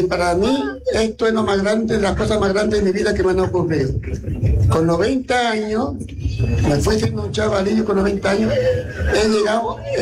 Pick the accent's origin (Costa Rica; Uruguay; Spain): Spain; Palma del Río, Andalusia; moved away; para poder hablar en mi pueblo y con mi paisano y paisana. Vengo esta noche aquí después de muchos años, que tuve que salir de Palma del Río